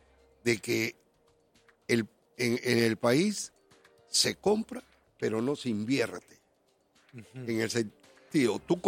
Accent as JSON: {"language": "Spanish", "town": "Chincha", "region": "Ica", "country": "Peru", "said": "Yo soy de Chincha, en Chincha el agua viene cuando, por horas, Ica también."}